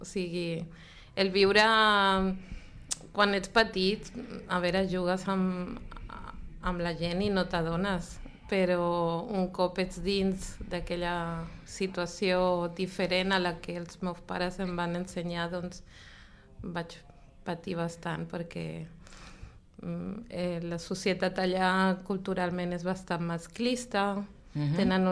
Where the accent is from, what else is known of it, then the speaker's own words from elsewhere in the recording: Lima, Peru; moved away as an adult; now in Catalonia, Spain; jo vaig néixer al Perú, a Lima, però els meus pares són catalans que van emigrar a l'any 64.